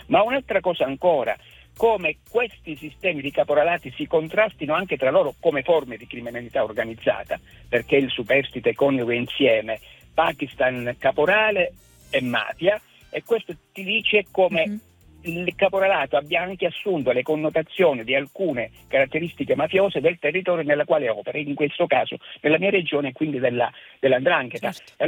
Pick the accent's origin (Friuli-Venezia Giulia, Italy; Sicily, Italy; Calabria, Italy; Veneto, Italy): Calabria, Italy; moved away; giù nella mia terra in Calabria